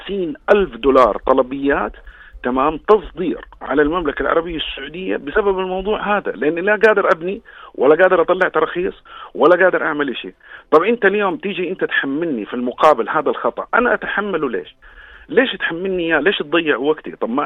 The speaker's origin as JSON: {"language": "Arabic", "country": "Jordan", "moved": "yes", "said": "انا مستثمر، انا جاي من برا البلد، صحيح انا مواطن اردني بس انا ما بعرف كل شيء، انا مش عايش في البلد."}